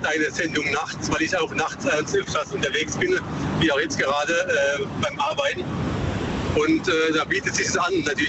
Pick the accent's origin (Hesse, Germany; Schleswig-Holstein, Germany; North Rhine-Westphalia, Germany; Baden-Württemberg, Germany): Baden-Württemberg, Germany; Aus der Nähe vom Bruchsal.